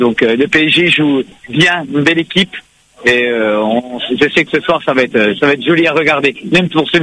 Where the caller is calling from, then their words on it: Réunion; on est 14 réunionnais à être au stade cet après-midi.